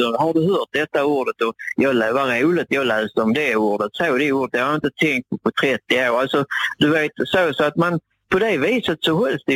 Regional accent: Hagestad, Skåne, Sweden; Hagestad där jag växte upp, det ligger ju ganska nära Bornholm så att säga.

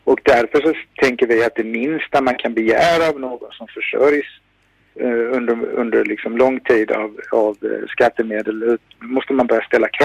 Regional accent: Sweden; now in Malmö, Sweden

